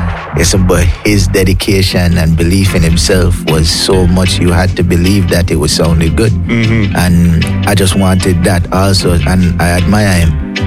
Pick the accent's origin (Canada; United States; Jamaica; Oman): Jamaica; Kingston; born there; because I was born in Trenchtown. I was born in a place that I'm called Painland.